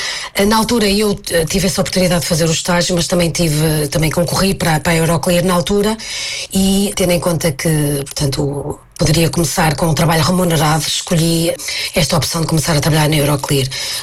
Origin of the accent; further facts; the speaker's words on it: Norte, Portugal; moved away as an adult; now in Belgium; eu sou da zona do Porto